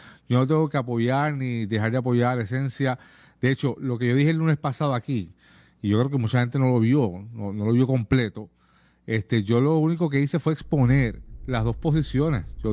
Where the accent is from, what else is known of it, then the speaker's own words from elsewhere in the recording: Puerto Rico; Como puertorriqueño no quiero que dañen la tierra.